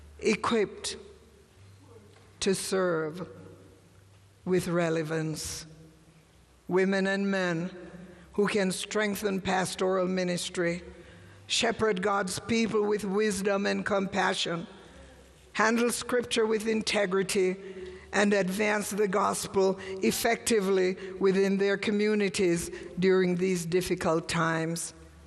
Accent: England, United Kingdom; also born or lived in Jamaica; now in United States; I was born in Jamaica, raised in England, lived most of my life in America

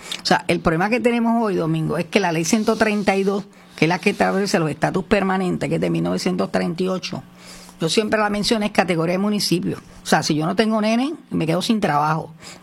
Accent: Aguadilla, Puerto Rico; Dando un ejemplo de mi pueblo Aguadilla

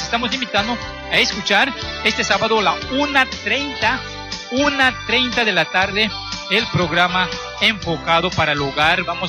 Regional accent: Corozal District, Belize; nosotros somos de Corozal, de Paraíso.

